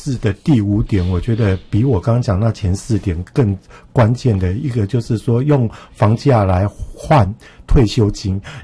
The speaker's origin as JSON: {"language": "Chinese", "region": "Kaohsiung", "country": "Taiwan", "also_born_or_lived": "Chiayi", "moved": "yes", "lives_now": "Taipei, Taiwan", "said": "而是在于就是我是高雄人，所以我对他第一我也熟悉"}